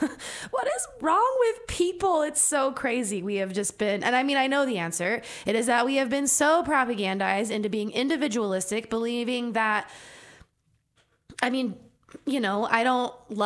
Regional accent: Santa Fe, New Mexico, United States; growing up in Santa Fe.

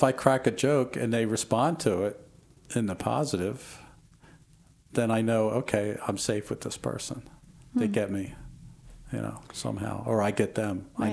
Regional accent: Philadelphia, Pennsylvania, United States; moved away as an adult; I learned quickly when I moved to the South, because, I'm from Philadelphia, and you don't survive in Philadelphia if you're not sarcastic.

